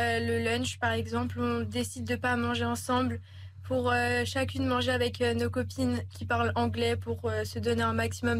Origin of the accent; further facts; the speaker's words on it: France; now in Aurigné (near Château-Gontier), France; Je suis française. J'habite à Aurigné, un petit village à côté de Château-Gontier. Et je suis au lycée à Saint-Michel, Château-Gontier.